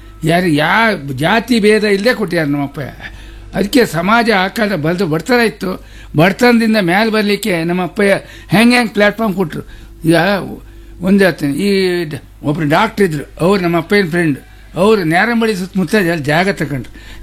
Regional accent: Udupi district, Karnataka, India; born or raised there; now in Hyderabad, India

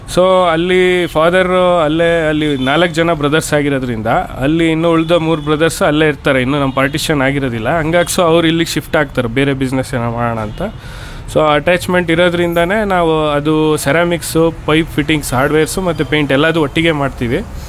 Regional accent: Shivamogga, Karnataka, India; ನಾನು ಹುಟ್ಟಿ ಬೆಳೆದಿದ್ದು ಇಲ್ಲೇ ಶಿವಮೊಗ್ಗದಲ್ಲಿ, ಬಟ್ ನಮ್ಮ ನೇಟಿವ್ ಬಂದ್ಬಿಟ್ಟು ಫಾದರ್ದು ಎನ್ಆರ್ಪುರ. ಸೊ ನಮ್ಮ ಫಾದರ್ 1980 ಶಿವಮೊಗ್ಗಕ್ಕೆ ಬರ್ತಾರೆ. ಸೊ 81 ಇಲ್ಲಿ ಸೆಟಲ್ ಆಗಿದ್ದೀವಿ ನಾವು.

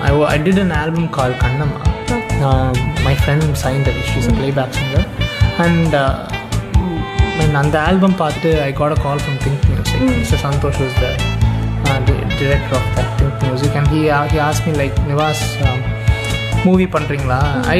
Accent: Tirunelveli, Tamil Nadu, India; born there; moved away as an adult; now in Chennai, India; Schooling, when I just did it in Tirunelveli.

